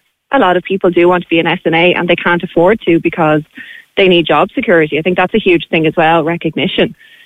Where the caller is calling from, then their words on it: Ireland; Obviously, as an Irish citizen